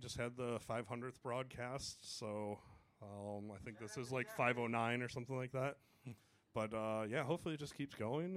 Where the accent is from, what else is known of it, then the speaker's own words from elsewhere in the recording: Detroit, Michigan, United States; when I grew up in Detroit, I always thought Detroit was a big city until I went to Chicago or Toronto. And I was like, man, Detroit is tiny